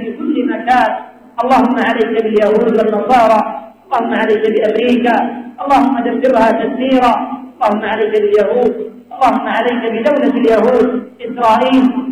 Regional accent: Yemen; اللهم احفظ بلادنا اليمن، اللهم احفظ بلادنا اليمن

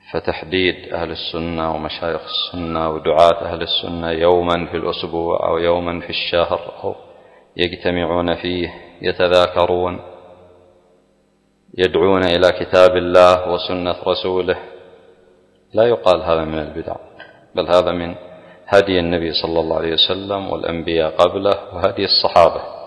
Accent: Yemen

